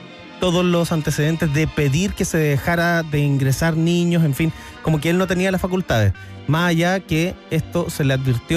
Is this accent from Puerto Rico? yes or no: no; Viña del Mar, Valparaíso, Chile; now in Santiago, Chile; Resulta que yo soy de Viña y llevo 6 años viviendo en Santiago. 7. 7 años viviendo en Santiago